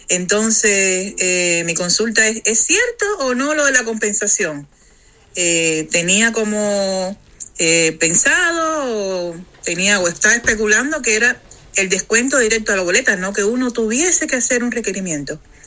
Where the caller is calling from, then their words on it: La Serena, Coquimbo, Chile; vivo en La Florida de La Serena.